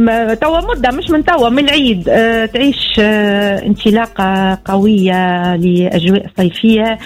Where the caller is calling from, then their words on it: Mahdia Governorate, Tunisia; نحييكم من ولاية المهدية.